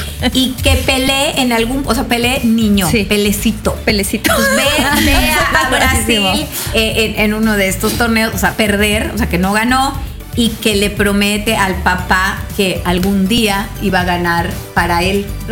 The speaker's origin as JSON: {"language": "Spanish", "country": "Mexico"}